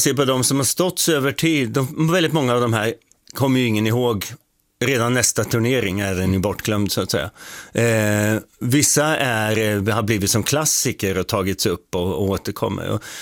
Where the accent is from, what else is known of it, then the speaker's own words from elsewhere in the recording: Åtvidaberg, Östergötland, Sweden; Jag är från Åtvidaberg, så jag är från Götaland.